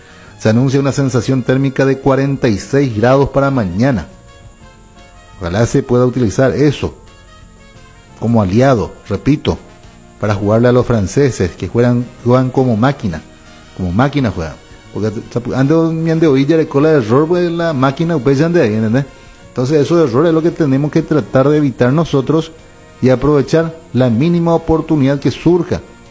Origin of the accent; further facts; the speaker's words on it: Paraguay; esa alegría que nos merecemos como paraguayos.